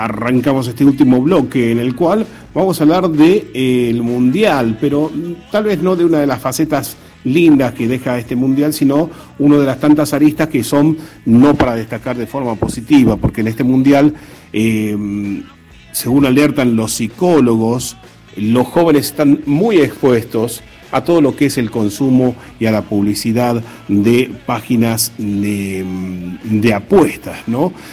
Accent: Argentina; como la Argentina, como lo sabemos, estamos enloquecidos con todo lo que tiene que ver con la selección argentina

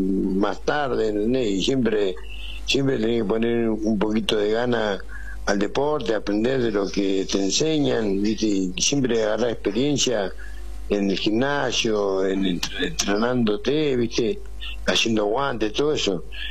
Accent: Argentina; Estamos en un país tan rico como la Argentina

